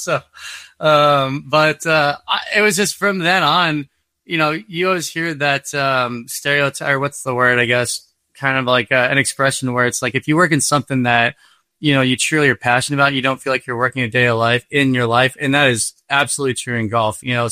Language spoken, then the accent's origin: English; McKinney, Texas, United States; moved away as an adult; also born or lived in Chicago; recircled back to my hometown in 2019. And our first son was born December of that year here in McKinney.